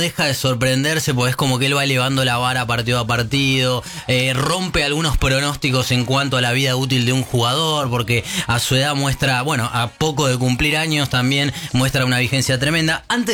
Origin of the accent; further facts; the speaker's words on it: Argentina; los que somos argentinos